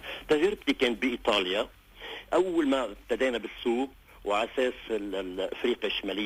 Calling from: Lebanon

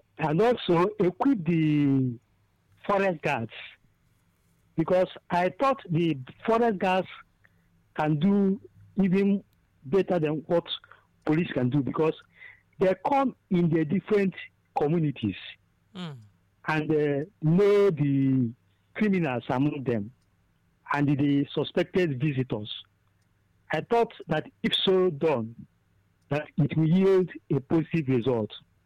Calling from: Enugu, Enugu State, Nigeria; I'm calling from Enugu.

